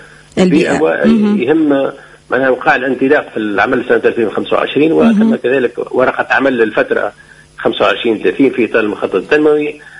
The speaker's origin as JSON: {"language": "Arabic", "country": "Tunisia"}